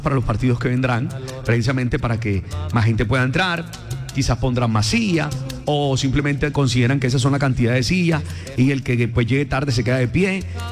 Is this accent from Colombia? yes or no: yes; Colombia; es que estamos hasta sorprendidos como colombianos con lo que está pasando